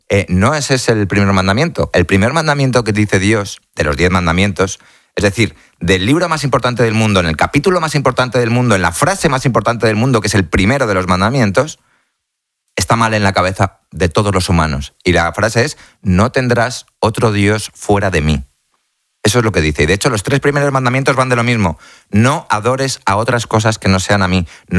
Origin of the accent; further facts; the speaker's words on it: Spain; Esto está hecho precisamente porque yo soy español y yo he estado ahí.